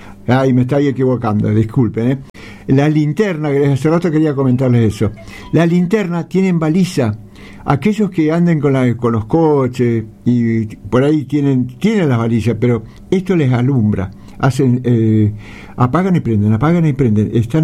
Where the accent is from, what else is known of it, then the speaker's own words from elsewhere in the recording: Buenos Aires, Argentina; born there; also born or lived in Santiago del Estero; cuando yo aquí en Buenos Aires estaba en el primario